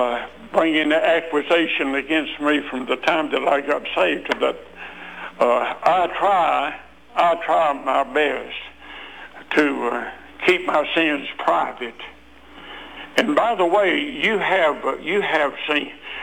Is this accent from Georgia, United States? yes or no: no; Mount Airy, North Carolina, United States; this lady found out that I was from Mount Airy. As a matter of fact, she asked me where I was from, and I probably told her that I was from Mount Airy.